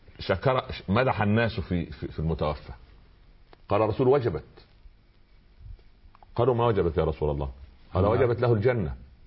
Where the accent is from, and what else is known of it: Egypt